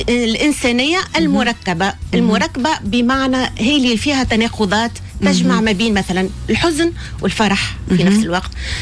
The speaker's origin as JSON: {"language": "Arabic", "town": "Nabeul", "region": "Nabeul Governorate", "country": "Tunisia", "tie": "born or raised there", "said": "بما أني أنا أصيلة المدينة."}